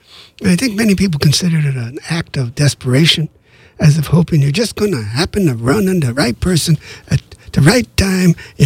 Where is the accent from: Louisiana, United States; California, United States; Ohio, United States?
California, United States; Los Angeles; I wrote one about growing up in East L.A.